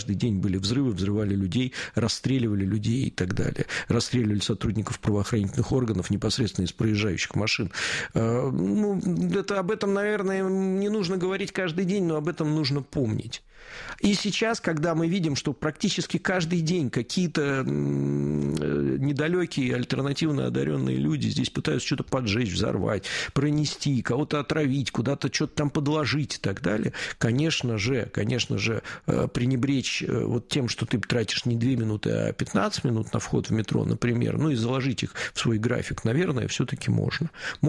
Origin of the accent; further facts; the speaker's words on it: Saint Petersburg, Russia; Я сам из Петербурга, как вы знаете.